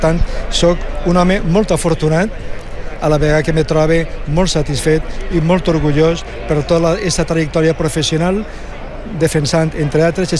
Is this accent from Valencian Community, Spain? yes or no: yes; Paiporta, Valencian Community, Spain; born there; En una primera etapa en l'Ajuntament del meu poble, Paiporta